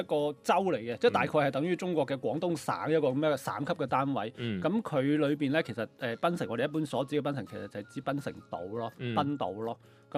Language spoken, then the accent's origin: Cantonese; Guangdong, China; 作為廣東人